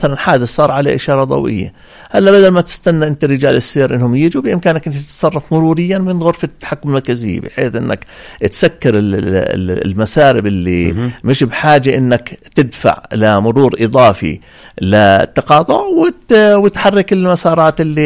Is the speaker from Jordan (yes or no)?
yes; Irbid, Irbid Governorate, Jordan; المشاة عندنا في إربد